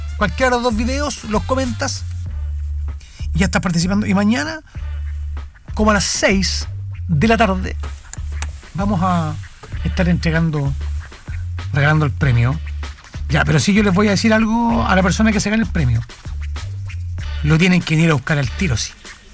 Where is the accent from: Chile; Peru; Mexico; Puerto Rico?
Chile; lo fome es cuando te reconocen como chileno en otro país y te asocian de inmediato con la delincuencia.